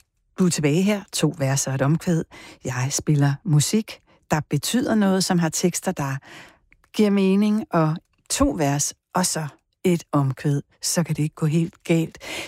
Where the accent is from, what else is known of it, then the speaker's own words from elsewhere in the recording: Aarhus, Central Denmark Region, Denmark; så er jeg jo fra Aarhus